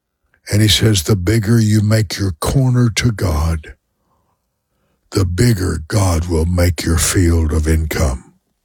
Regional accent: Lake Charles, Louisiana, United States; I drive back home to my hometown where I was born, Lake Charles, Louisiana.

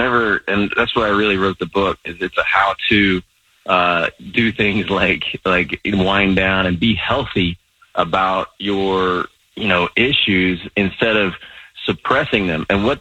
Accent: Midwest, United States; as a man, you know, growing up in the Midwest, we get to be angry and we get to smile a little bit.

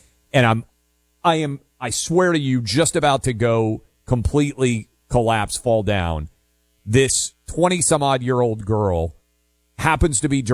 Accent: Nashville, Tennessee, United States; Unfortunately, in my hometown of Nashville, bit of news yesterday was the Tennessee primary.

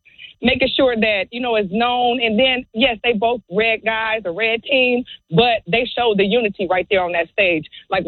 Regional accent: Las Vegas, Nevada, United States; now in Los Angeles, United States; I'm born and raised in Las Vegas, but I just recently moved to L.A., and I work in Beverly Hills

